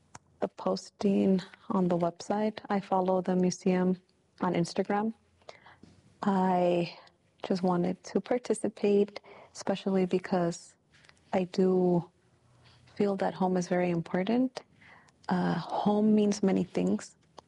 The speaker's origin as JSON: {"language": "English", "town": "Oxnard", "region": "California", "country": "United States", "tie": "born or raised there", "also_born_or_lived": "Port Hueneme, California / Long Beach, California", "said": "I was born in Port Hueneme. I grew up in Oxnard, specifically in the neighborhood of La Colonia, just over the bridge."}